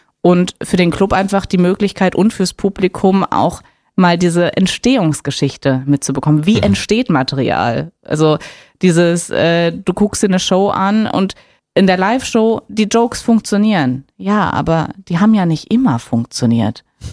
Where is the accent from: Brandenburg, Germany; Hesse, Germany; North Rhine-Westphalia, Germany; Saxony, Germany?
Brandenburg, Germany; Potsdam; accent: Potsdam High German; Du Berlinerst, ich mach den Potsdamer Hochdeutsch.